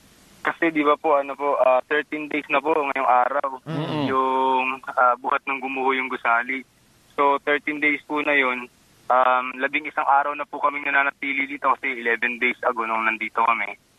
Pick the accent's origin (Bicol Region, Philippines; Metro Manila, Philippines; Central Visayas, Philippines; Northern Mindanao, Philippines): Bicol Region, Philippines; Caramoan; Taga Karamoan, Bicol.